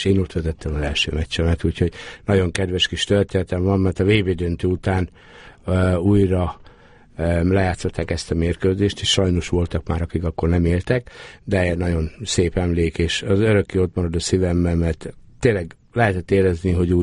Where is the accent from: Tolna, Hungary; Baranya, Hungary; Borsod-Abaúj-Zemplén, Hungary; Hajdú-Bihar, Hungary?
Borsod-Abaúj-Zemplén, Hungary; Emőd; born there; also born or lived in Eger; Nem, én Emődön születtem. Emődön születtem, és én igazából Miskolcon játszottam egy darabig, után pedig Egerbe. De aztán én elkerültem korán Egerbe, és ott ténykedtem életem nagy részében.